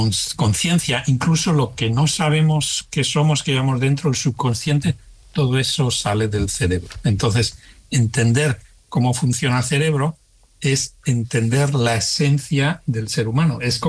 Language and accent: Spanish; Spain; moved away as an adult; now in United States; Yo soy español de pura cepa y pues eso, buen futbolero y madridista además.